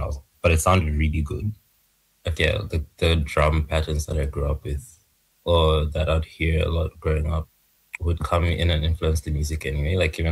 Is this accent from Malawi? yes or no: yes; Malawi; moved away as an adult; also born or lived in Zambia; Yeah, I grew up in Malawi.